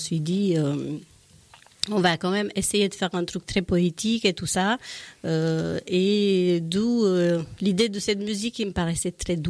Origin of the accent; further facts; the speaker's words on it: Romania; moved away as an adult; now in France; Moi, je viens de Roumanie